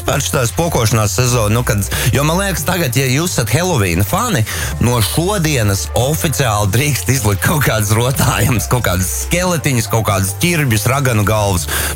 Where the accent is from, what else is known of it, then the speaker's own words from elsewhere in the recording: Riga, Latvia; es uzaugu Ziepnieka kalnā, bloku mājās